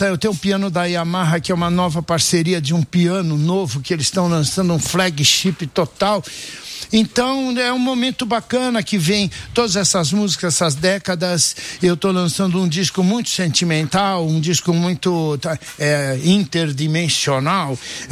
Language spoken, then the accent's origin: Portuguese; Galicia, Spain; now in Brazil; mas eu sou galego pobre, da beira do Rio Minho.